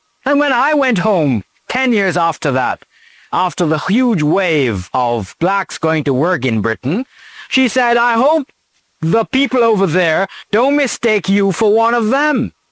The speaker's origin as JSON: {"language": "English", "country": "Jamaica", "tie": "born there", "said": "I was born in Jamaica."}